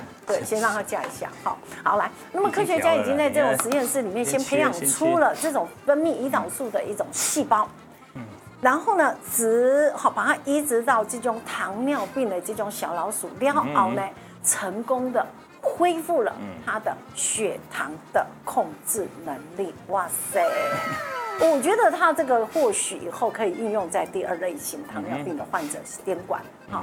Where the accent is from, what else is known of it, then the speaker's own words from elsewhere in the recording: Taiwan; born there; 我们出生在台湾